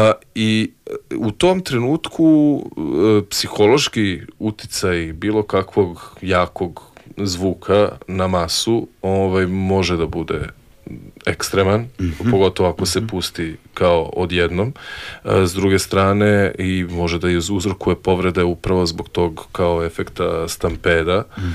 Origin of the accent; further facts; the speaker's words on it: Belgrade, Serbia; born there; Pa da, mislim, rođen sam tu.